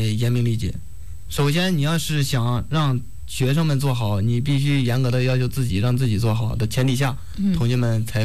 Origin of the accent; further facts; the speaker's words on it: Pingquan, Hebei, China; 承德平泉。